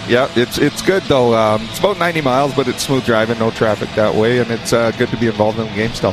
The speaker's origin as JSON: {"language": "English", "town": "Sarnia", "region": "Ontario", "country": "Canada", "tie": "born or raised there", "moved": "as an adult", "lives_now": "Boston area, United States", "said": "I just moved down a couple of years ago from Sarnia, Ontario, my hometown, and I'm just 35 minutes to the north of the city."}